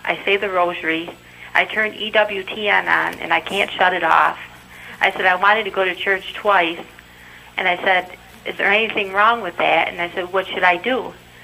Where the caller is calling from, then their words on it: Frankfort, New York, United States; Frankfort, New York